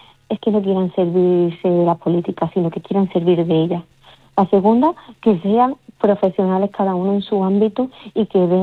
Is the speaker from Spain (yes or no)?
yes; Salobreña, Andalusia, Spain